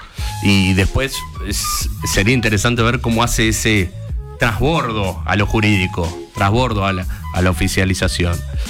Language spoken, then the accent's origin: Spanish; Argentina